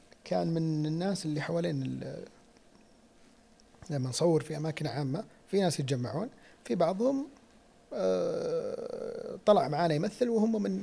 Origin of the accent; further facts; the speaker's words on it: Saudi Arabia; نحن كفنانين سعوديين بناخذ هذا الجانب